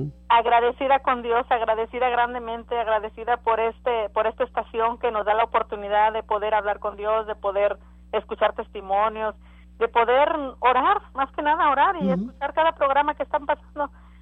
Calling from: Monte Alto, Texas, United States; de Monte Alto.

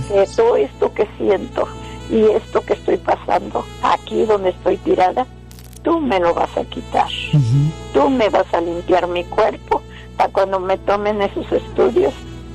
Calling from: Mission, Texas, United States; De aquí, de Misión.

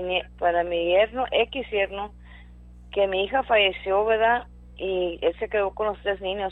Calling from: Santa Rosa, Texas, United States; De Santa Rosa.

